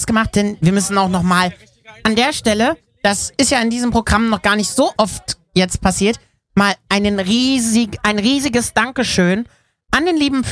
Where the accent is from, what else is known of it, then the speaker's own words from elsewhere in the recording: Oberhausen, North Rhine-Westphalia, Germany; Und Johann und ich kommen ja gar nicht aus Felbert eigentlich. Ich komme noch wenigstens aus dem Ruhrgebiet, aus Oberhausen.